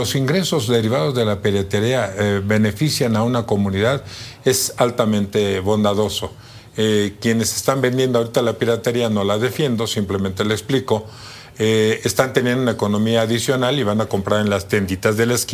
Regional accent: Mexico; el gran problema que estamos viviendo en México

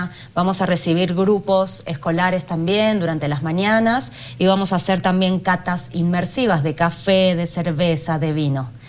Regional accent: Argentina; now in Mexico; no es el mejor momento para ser argentina en México.

